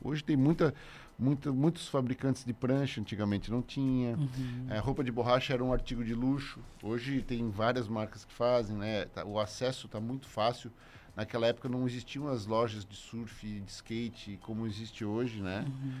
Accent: Florianópolis, Santa Catarina, Brazil; also born or lived in Criciúma; Eu nasci em Criciúma, né? Me criei em Florianópolis.

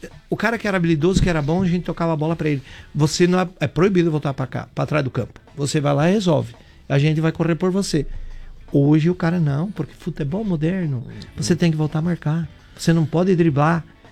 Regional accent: Nova Itaberaba, Santa Catarina, Brazil; born there; eu falo a minha história, porque eu nasci em Nova Itaberaba, fui estudar num colégio de freiras.

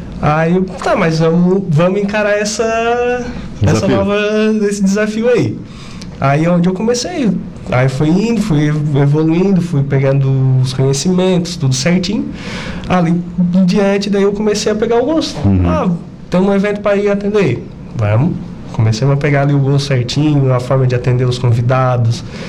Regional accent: Araranguá, Santa Catarina, Brazil; eu sou natural de Aranaguá mesmo, né? Tenho 39 anos

